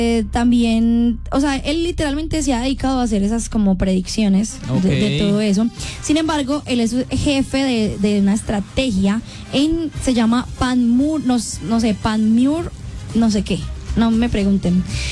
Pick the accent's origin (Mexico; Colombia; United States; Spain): Colombia; uno como colombiano, pues uno tiene su fe